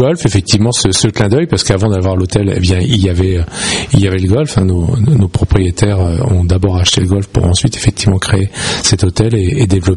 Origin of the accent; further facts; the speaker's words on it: La Rochelle, Nouvelle-Aquitaine, France; now in Taverny, France; Alors non, moi je suis Rochelais à la base, mais depuis maintenant 2000, je suis sur Paris.